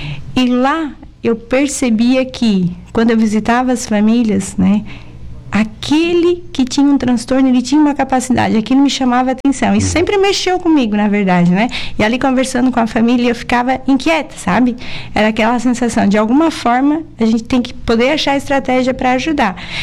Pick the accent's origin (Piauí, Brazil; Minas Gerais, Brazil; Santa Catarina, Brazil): Santa Catarina, Brazil; Meleiro; eu sou do interior do município de Meleiro, sou filha de agricultor, filha de mãe, professora.